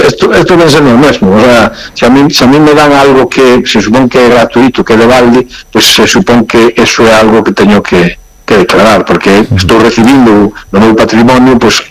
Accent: Lugo, Galicia, Spain; como no caso meu, que son de Lugo, aquí temos o San Froilán

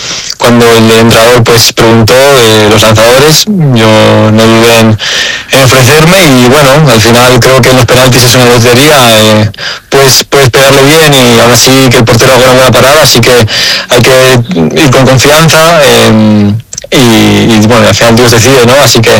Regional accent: Barcelona, Catalonia, Spain; accent: Castilian; Porque al final, bueno, nací en Barcelona y fue al colegio en Barcelona desde pequeño. Y pues bueno, es lo que pasa, pero al final también las raíces argentinas no se pierden más que, aunque el acento suene diferente.

